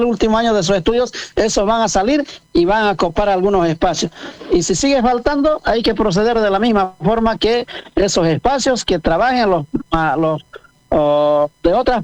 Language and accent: Spanish; Potosí, Bolivia; Yo nací en el departamento de Potosí.